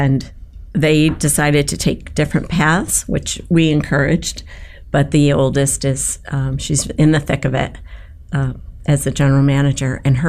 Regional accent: Syracuse, New York, United States; We were both born and raised in the Valley. Mm-hmm. of Syracuse.

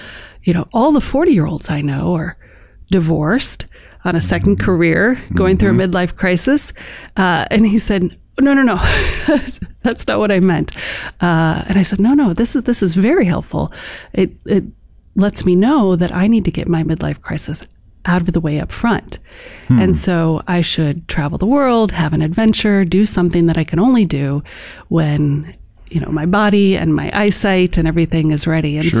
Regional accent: Chicago, Illinois, United States; I grew up in Chicago, mm-hmm. and I went to a boarding school. I went to the Illinois Math and Science Academy

